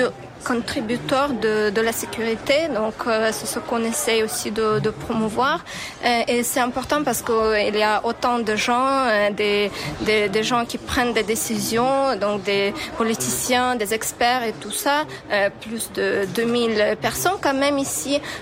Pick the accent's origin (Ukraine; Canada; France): Ukraine; je suis ukrainienne